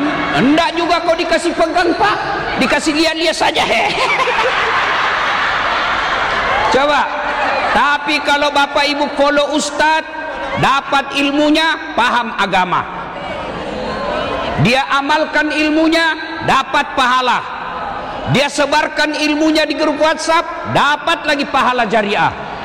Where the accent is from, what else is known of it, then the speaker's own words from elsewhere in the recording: South Sulawesi, Indonesia; Saya dari Sulawesi Selatan, musafir dakwah.